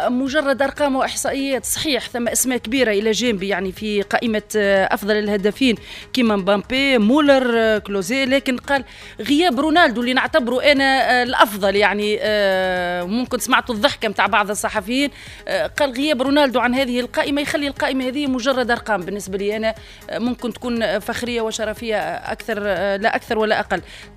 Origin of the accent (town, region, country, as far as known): Tunisia